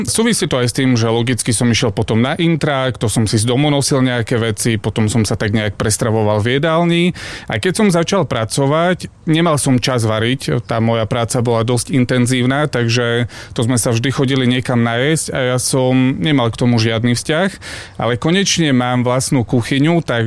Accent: Mokroluh, Prešov Region, Slovakia; Ja som vyrastal v Mokroluhu, to hovorím, že to je najkrajšia dedina v Bardejovskom okrese a je to samozrejme aj pravda.

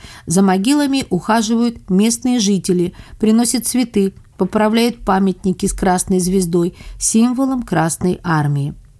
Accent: Petrovany, Prešov Region, Slovakia; Воевали наши земляки из моей родной деревни Петрованы.

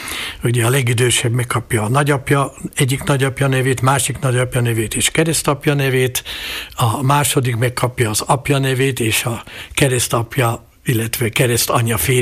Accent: Kežmarok, Prešov Region, Slovakia; also born or lived in Levoča; Igen, mindnyájan Lőcsén születtünk, három testvérem is, mert amikor én születtem, akkor még ómama élt, az ópapa már nem sajnos, úgyhogy édesanyám logikusan Lőcsére ment, akkor mi különben Kézsmárkon laktunk akkor

